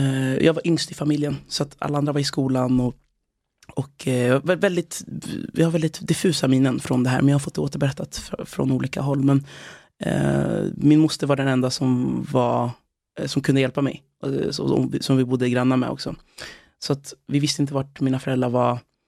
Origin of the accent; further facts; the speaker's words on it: DR Congo; now in Sweden; Ja, i Kongo. Så vi flydde från Kongo till Uganda, som är grannlandet. Och hon tog hand om 8 andra barn. Och då, som sen blev mina syskon, kan man säga. Och tillsammans så kom vi alltså till Sverige.